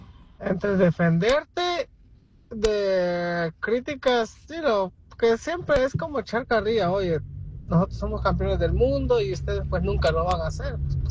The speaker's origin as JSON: {"language": "Spanish", "country": "El Salvador", "said": "Porque yo dije que yo soy salvadoreño."}